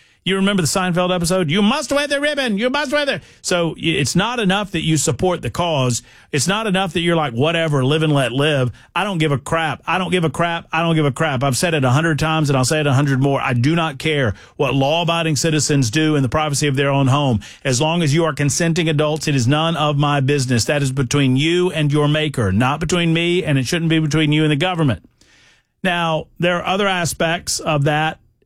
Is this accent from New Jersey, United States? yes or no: no; Thomson, Georgia, United States; we grew up in Thompson, Georgia, T-H-O-M-S-O-N, no P in Thompson, which is, you know, Georgia is Coca-Cola country.